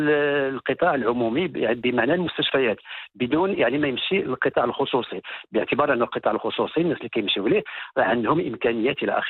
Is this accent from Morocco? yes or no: yes; Morocco; يعني عندنا في المغرب عندنا خاصة العدد ديال الأطر خصو يتزاد